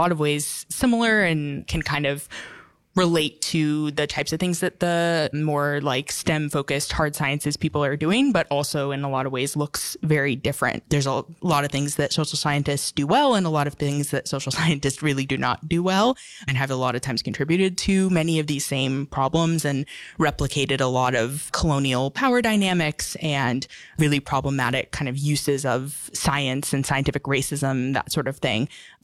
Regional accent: Sitka, Alaska, United States; born there; I am 25 years old here in Sitka, which is where I was born and where I live now.

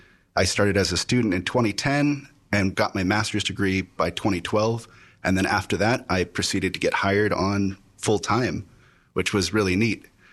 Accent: Fairbanks, Alaska, United States; I was born and raised here in Fairbanks, was always interested in technology ever since I was a little kid.

